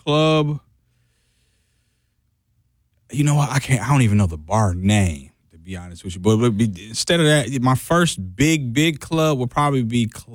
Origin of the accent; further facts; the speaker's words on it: Milwaukee, Wisconsin, United States; East side of Milwaukee, man.